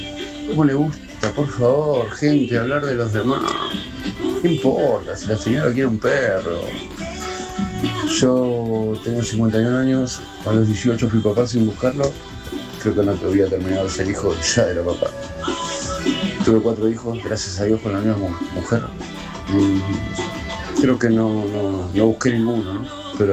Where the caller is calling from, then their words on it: Argentina; del Oeste